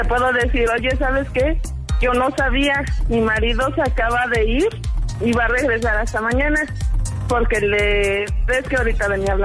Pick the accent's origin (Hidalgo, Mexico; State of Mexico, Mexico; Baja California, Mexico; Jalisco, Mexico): State of Mexico, Mexico; Toluca; now in Metepec, Mexico; Soy de aquí, de Toluca.